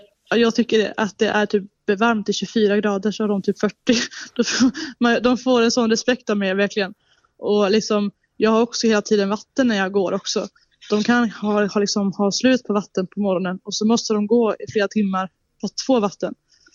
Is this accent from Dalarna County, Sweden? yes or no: yes; Leksand, Dalarna County, Sweden; now in Falun, Sweden; jag kommer så från Leksand i Dalarna och flyttar oss i Falun kommunen bredvid.